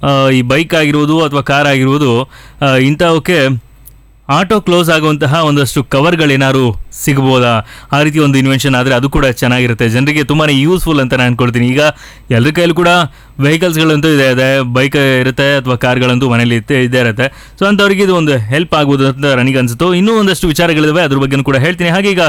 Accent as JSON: {"language": "Kannada", "region": "Karnataka", "country": "India", "said": "ನಾವು ಕನ್ನಡಿಗರಾಗಿರೋದ್ರಿಂದ"}